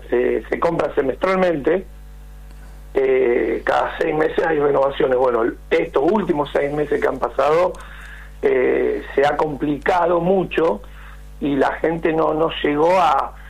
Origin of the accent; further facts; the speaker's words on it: Argentina; Somos argentinos y la claro. verdad que es algo increíble lo que tenemos que hacer, ¿no?